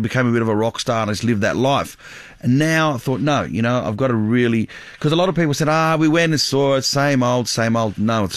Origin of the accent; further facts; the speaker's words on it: Sydney, New South Wales, Australia; now in North America; Yeah, I grew up in Sydney, Australia.